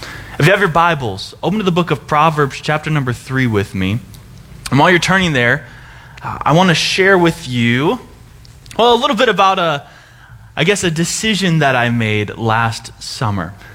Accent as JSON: {"language": "English", "town": "Random Lake", "region": "Wisconsin", "country": "United States", "tie": "born or raised there", "moved": "as an adult", "said": "I grew up in Random Lake, Wisconsin. Yes, it's a real place, I promise you. But I grew up in Random Lake"}